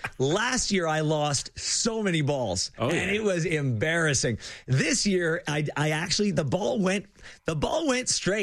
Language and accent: English; Montreal, Quebec, Canada; now in Toronto, Canada; I've said I love my hometown of Montreal. I love my hometown of Montreal. But I am a Torontonian.